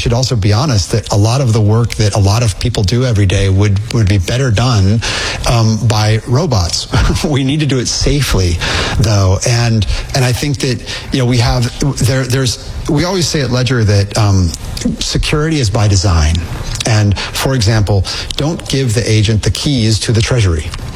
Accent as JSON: {"language": "English", "region": "Indiana", "country": "United States", "said": "Look, I'm a skateboarder from Indiana."}